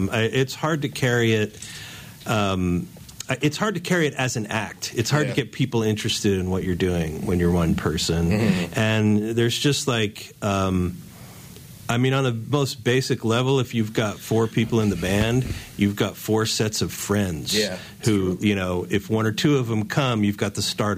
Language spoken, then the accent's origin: English; Los Angeles, California, United States; moved away as an adult; also born or lived in San Francisco / Oakland / Berkeley; now in Durham, United States; I'm from California. All right. I grew up in Los Angeles, and I've spent most of my adult life in San Francisco and Oakland and Berkeley.